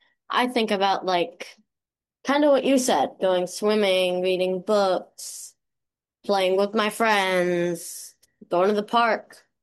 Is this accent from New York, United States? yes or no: yes; Hudson, New York, United States; I'm 10, and I'm also from Hudson.